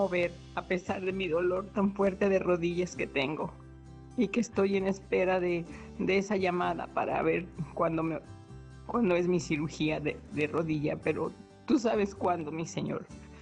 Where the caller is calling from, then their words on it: Guadalajara, Jalisco, Mexico; aquí estoy aquí de Guadalajara.